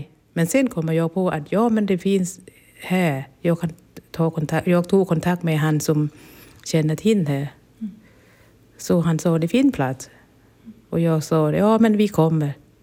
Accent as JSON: {"language": "Swedish", "country": "Thailand", "second_language": "Swedish", "moved": "yes", "lives_now": "Sweden", "said": "Att vi är från Thailand"}